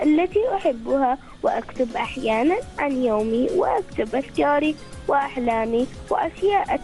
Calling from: Al Awabi, Al Batinah South, Oman; من مدرسة المعالم للتعليم الأساسي بولاية العوابي. عمري 8 سنوات وأدرس في الصف الثالث.

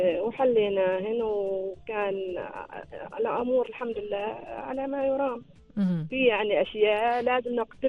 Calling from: Saham, Al Batinah North, Oman

